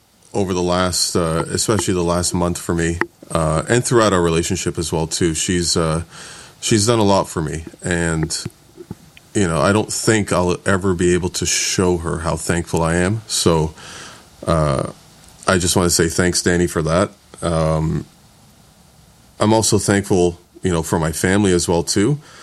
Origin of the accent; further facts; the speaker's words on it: Canada; also born or lived in United States; I'm a Canadian and lived in the U.S. for years before moving back.